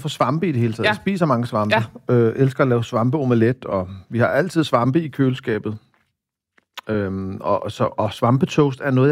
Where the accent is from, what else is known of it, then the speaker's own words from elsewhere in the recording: Copenhagen, Capital Region of Denmark, Denmark; Jeg voksede op på Amagerbrogade på den specielle måde, at vi havde en lejlighed i stuen med en antikvitetsbutik foran.